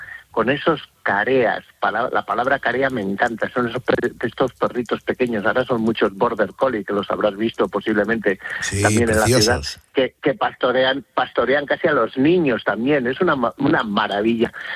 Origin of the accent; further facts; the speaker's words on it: Castile and León, Spain; now in Madrid, Spain; Pero bueno, ¿cómo no la voy a conocer si es mi tierra? Que es que yo me crié tirando cantos a los del pueblo de arriba, a los de Navatequilla, y los de la Lastra me tiraban cantos a mí